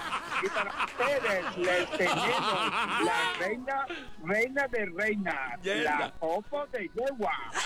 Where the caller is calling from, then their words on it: Barranquilla, Atlántico, Colombia; soy de Altacita, Quillero.